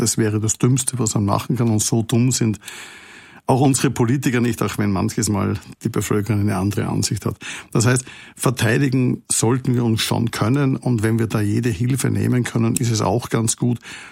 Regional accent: Austria; Und ich komme aus einem neutralen Land, wie Sie meiner Stimme hören. Ich bin Österreicher.

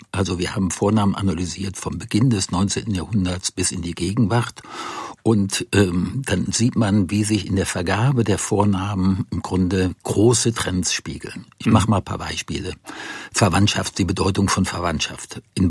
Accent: Rhineland, Germany; ich komme aus dem Rheinland

